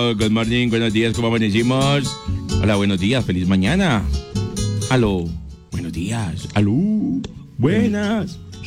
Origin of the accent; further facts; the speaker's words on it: Pereira, Risaralda, Colombia; yo soy de Pereira.